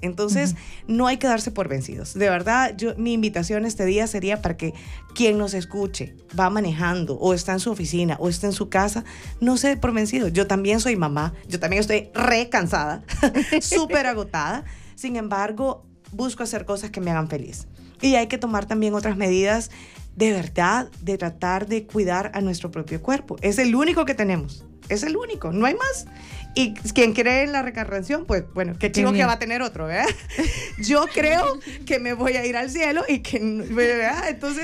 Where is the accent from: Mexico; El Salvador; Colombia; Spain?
El Salvador; el mensaje como salvadoreña